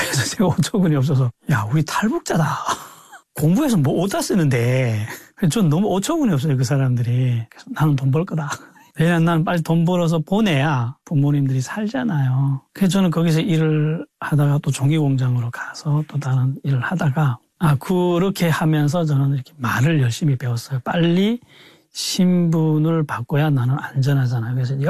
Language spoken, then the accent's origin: Korean; North Korea; moved away; also born or lived in Yanbian, China; 제가 북한에서 온거 알게 됐어요.